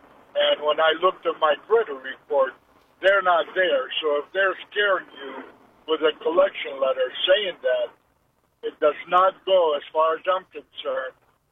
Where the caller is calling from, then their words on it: Youngstown, Ohio, United States; I'm from Youngstown.